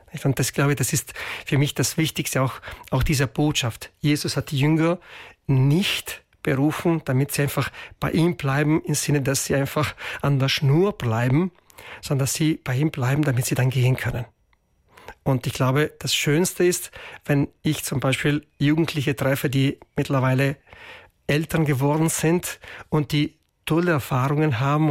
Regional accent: Merano, Trentino-Alto Adige, Italy; moved away; also born or lived in Bolzano; ich bin ein Meraner, deswegen ich bin gebürtig in Meran

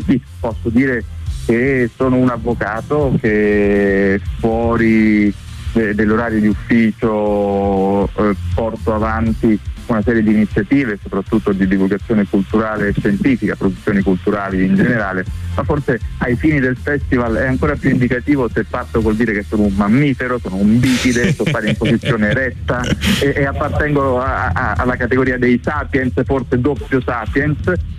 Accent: Rome, Lazio, Italy; born there; Mio papà è calabrese, mia mamma è abruzzese, io sono nato a Roma.

